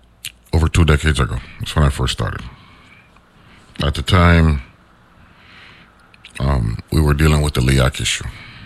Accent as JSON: {"language": "English", "country": "U.S. Virgin Islands"}